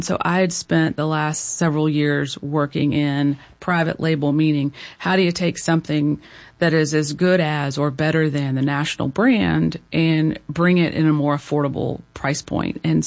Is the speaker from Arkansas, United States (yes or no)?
yes; Little Rock, Arkansas, United States; moved away as an adult; also born or lived in Virginia; now in Arkansas, United States; growing up in Little Rock, I'm an only child, really close to my family